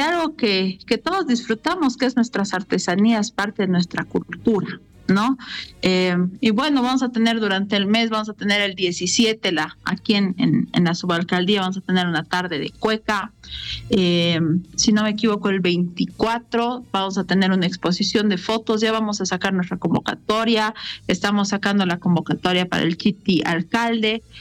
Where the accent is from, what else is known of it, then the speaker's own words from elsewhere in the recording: La Paz, Bolivia; Como paceños, creo que es un mes que nos realza, que hace que ese corazoncito paceño vibre